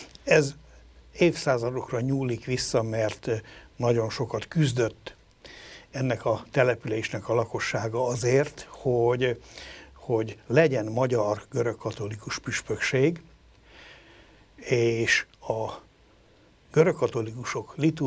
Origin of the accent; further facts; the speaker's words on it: Hajdúdorog, Hajdú-Bihar, Hungary; Említetted, hogy 1949-ben születtem Hajdudorogon, nyilván ott végeztem általánosiskoláimat, majd építőipari technikumba kerültem, Debrecenbot kollégiumban laktam.